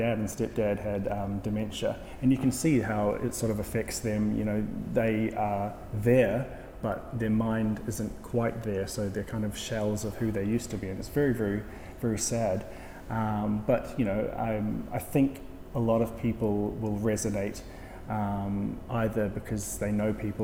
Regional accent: Philippines

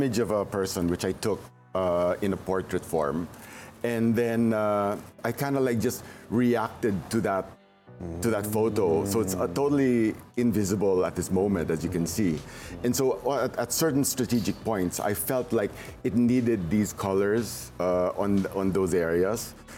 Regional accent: Davao, Davao Region, Philippines; And then you know, like someone from Davao, because we're from Davao, he had an art gallery

